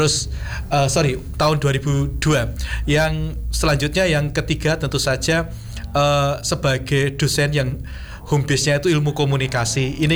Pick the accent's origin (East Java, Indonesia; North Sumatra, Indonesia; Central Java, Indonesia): East Java, Indonesia; Madiun; moved away; also born or lived in Yogyakarta; Saya ini kan aslinya Madiun sebenarnya, selama merantau di Jogja.